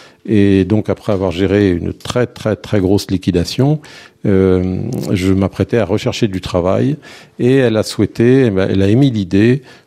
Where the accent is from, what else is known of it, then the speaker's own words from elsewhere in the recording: Rennes, Brittany, France; j'étais encore lycéen à Rennes, où je suis né à Rennes en Bretagne.